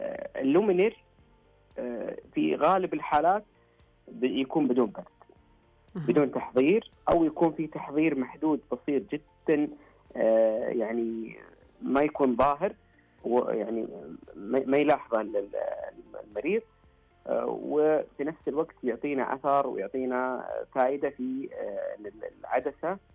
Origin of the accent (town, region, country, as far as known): Saudi Arabia